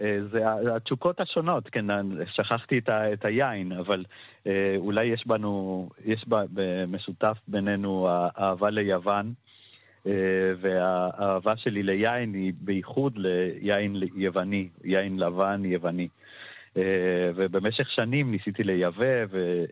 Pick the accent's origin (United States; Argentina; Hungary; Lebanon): Argentina; Buenos Aires; now in Israel; גדלתי בעיר בבואנוס איירס